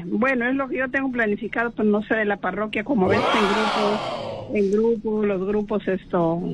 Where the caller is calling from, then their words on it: Trujillo, La Libertad, Peru; de Trujillo.